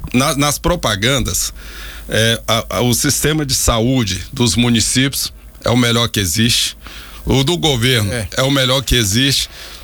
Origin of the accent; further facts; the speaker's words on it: Rio de Janeiro, Brazil; moved away; eu sou lá do Rio, a gente fala lá é favela